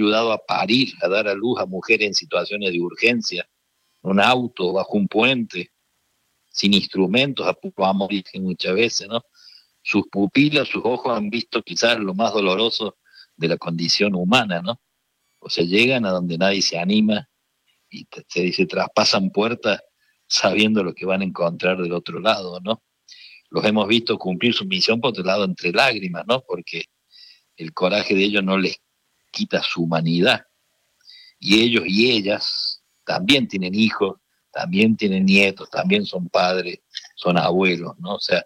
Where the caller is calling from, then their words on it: Córdoba, Argentina; Sí, estoy aquí a mi tierra.